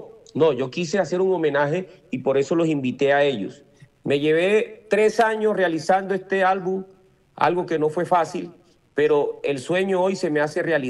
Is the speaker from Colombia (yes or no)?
yes; Magangué, Bolívar, Colombia; born there; also born or lived in Sincelejo; now in Medellín, Colombia; de Magangué. Yo nací en Magangué.